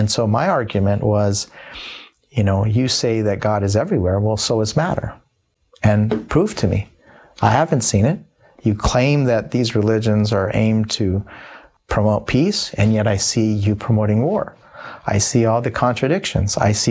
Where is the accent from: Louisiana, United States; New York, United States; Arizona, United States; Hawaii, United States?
Arizona, United States; Tempe; So as a young child growing up in Tempe, Arizona, to two parents who are highly educated